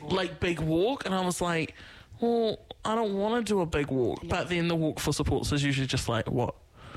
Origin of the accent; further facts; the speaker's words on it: West Coast, New Zealand; Like, I grew up on the West Coast, being queer, you know, coming here and then not really being part of queer communities